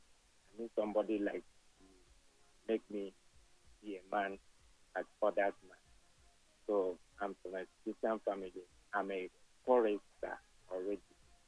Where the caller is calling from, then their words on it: Lagos, Nigeria; I'm calling from Lagos State.